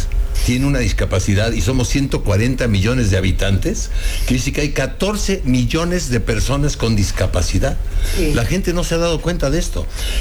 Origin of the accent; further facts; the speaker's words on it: Mexico City, Mexico; born there; Yo nací en la Lagunilla, por eso lo menciono.